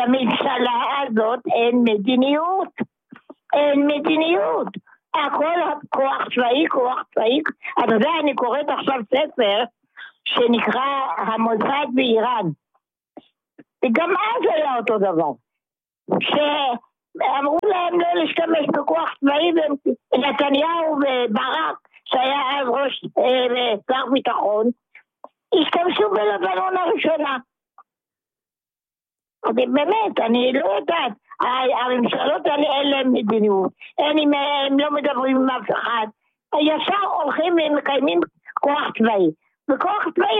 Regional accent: Holon, Tel Aviv District, Israel; מחולות, דיברנו כבר.

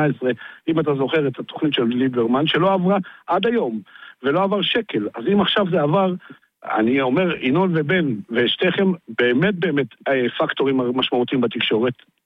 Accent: Zar'it, Northern District, Israel

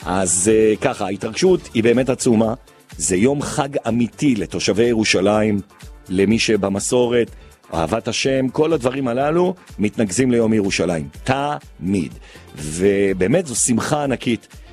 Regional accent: Jerusalem, Jerusalem District, Israel; כירושלמי משוגע

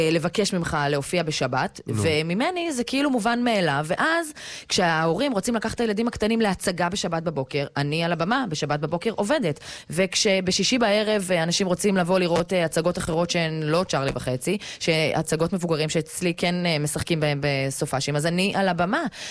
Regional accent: Jerusalem, Jerusalem District, Israel; ככה היה לי בילדות שלי בירושלים.

